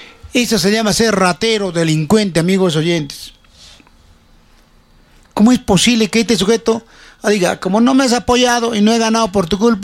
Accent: Arequipa, Peru; born there; Cerro Colorado, mi distrito, donde yo nací.

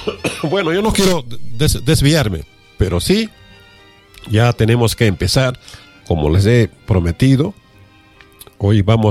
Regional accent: Arequipa, Peru; tenemos que ubicarnos como ciudadanos arequipeños

